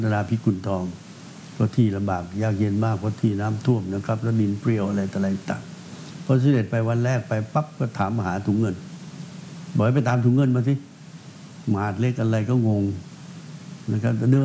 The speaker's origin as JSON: {"language": "Thai", "region": "Phetchaburi", "country": "Thailand", "said": "ผมเป็นคนเพชรบุรี"}